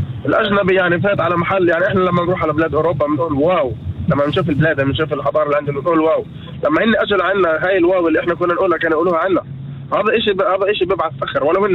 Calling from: Arraba, Northern District, Israel; من عرابي.

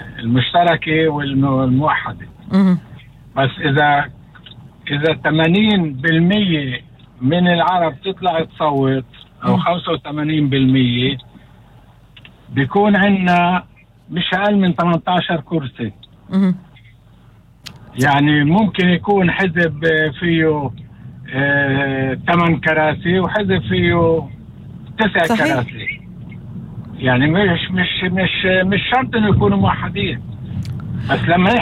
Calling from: Haifa, Haifa District, Israel

